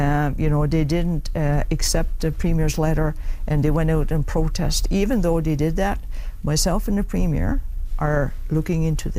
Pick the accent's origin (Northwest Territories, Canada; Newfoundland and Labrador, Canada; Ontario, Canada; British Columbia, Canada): Newfoundland and Labrador, Canada; Makkovik; in actual fact, I'm from Northern Labrador. I'm born and raised in Mokovic. You know, I am a member of Nunatsivut Inuit.